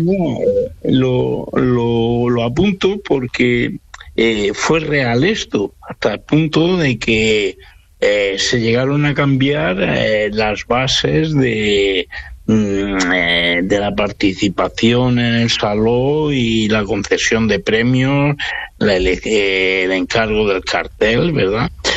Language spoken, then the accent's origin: Spanish; Aspe, Valencian Community, Spain; born there; Yo nací en Aspe, provincia de Alicante, y es el interior de Alicante tirando al sur ya de la provincia.